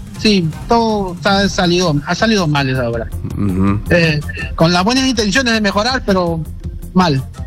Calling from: Lima, Peru; De San Juan del Urigancho, amigo, San Juan del Urigancho.

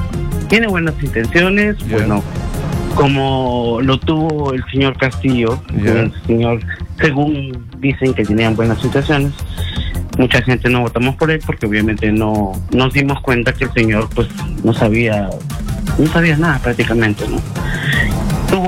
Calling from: Peru; Nosotros las personas peruanas tratamos de educarnos, de tener más información.

